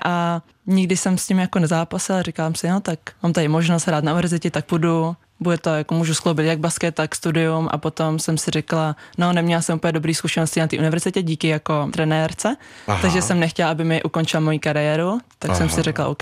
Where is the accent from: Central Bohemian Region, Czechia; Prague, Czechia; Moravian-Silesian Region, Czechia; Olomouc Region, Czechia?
Prague, Czechia; Jsem z Prahy, takže v Praze